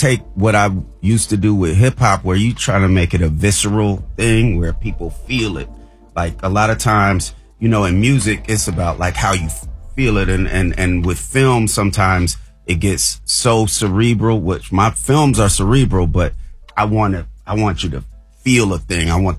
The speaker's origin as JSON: {"language": "English", "town": "Oakland", "region": "California", "country": "United States", "said": "But I'm from Oakland."}